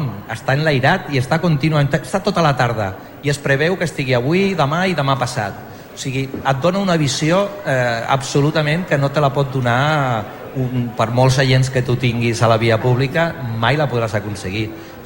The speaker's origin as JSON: {"language": "Catalan", "town": "Sant Boi de Llobregat", "region": "Catalonia", "country": "Spain", "tie": "born or raised there", "moved": "as an adult", "said": "jo he crescut a Sant Boi, a la ciutat de Sant Boi, he estudiat a Sant Boi, he treballat a Sant Boi, Sant Boi m'ha donat el millor de la meva vida. Tot i que ara, per circumstància, no visc aquí, però jo em considero santboià de tota la vida."}